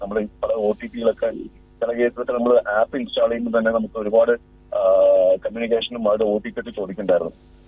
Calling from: Kannur, Kerala, India; ഞാൻ കണ്ണൂരിൽ

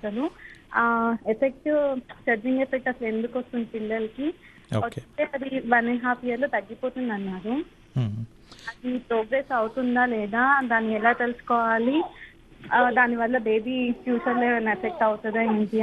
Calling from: Hyderabad, Telangana, India; నేను హైదరాబాద్ రాంపల్ నుంచి మాట్లాడుతున్నాను.

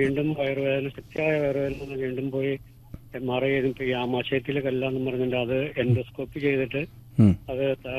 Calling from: Perumbavoor, Kerala, India; ഞാൻ പെരുമ്പാവൂരിൽ നിന്നാണ് … വിളിക്കണേ.

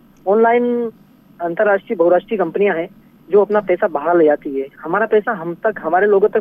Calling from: Madhya Pradesh, India; ग्राम लोध तहसील तराना से बोल रहा हूँ।

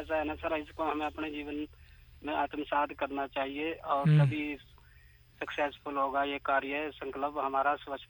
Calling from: Morni, Haryana, India; अब हमारे गांव मोरनी हिल है, हरियाणा का एक हिल स्टेशन है हमारा

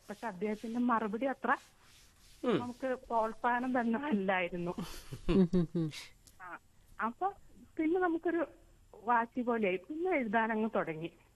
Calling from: Thuravoor, Kerala, India; തുറവൂരിൽ നിന്നാണ് വിളിക്കുന്നത്.

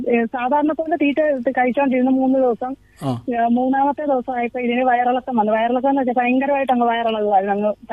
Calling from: Thumpannoor, Kerala, India; Hello സാറേ, ഞാൻ തുമ്പണ്ണൂന്നാണ് വിളിക്കുന്നത്.

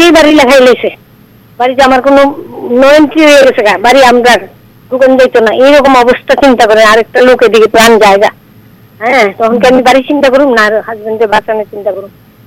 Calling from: India; জয়নগর দশমী ঘাট থেকে।

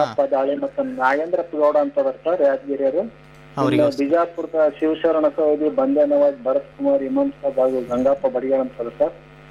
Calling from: Davanagere district, Karnataka, India; ನಾನು ದಾವಣಗೆರೆ ಜಿಲ್ಲೆ ಅಡಿಯಾರದಿಂದ

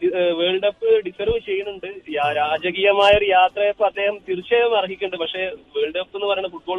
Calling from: Venniyur, Kerala, India; വെന്നിയൂരാണ്, Malappuram.

